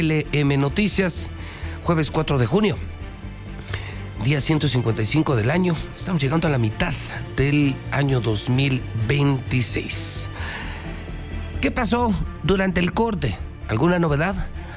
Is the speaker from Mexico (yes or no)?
yes; Mexico; a mí como mexicano.